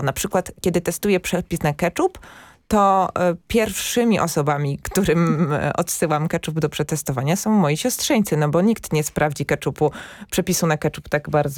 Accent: Lesser Poland, Poland; moved away; ja pochodzę z Podhala i u nas na jagody mówimy borówki.

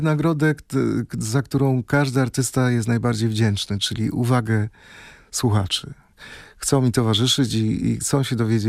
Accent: Kalisz, Greater Poland Voivodeship, Poland; z Kalisza dojeżdżałem co tydzień na piątkowe próby do Wrocławia i przez pół roku chłopaki nie wiedzieli w ogóle, że nie jestem z Wrocławia.

